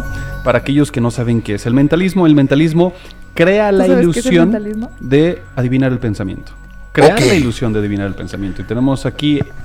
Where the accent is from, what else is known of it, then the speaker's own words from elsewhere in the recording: Guadalajara, Jalisco, Mexico; Y orgullosamente tapatío